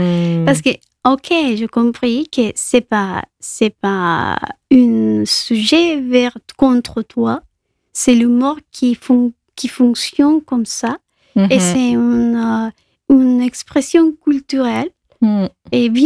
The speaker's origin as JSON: {"language": "French", "country": "Colombia", "second_language": "French", "moved": "as an adult", "lives_now": "Nantes, France", "said": "je viens de la Colombie. J'ai fait mes études de master ici en France, en Nantes précisément, il y a 7 ans déjà."}